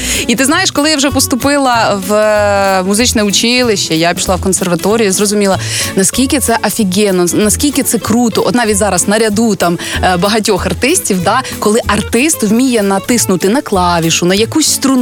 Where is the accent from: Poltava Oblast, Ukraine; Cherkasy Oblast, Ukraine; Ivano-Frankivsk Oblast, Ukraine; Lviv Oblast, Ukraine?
Cherkasy Oblast, Ukraine; Kaniv; я родом з Канєва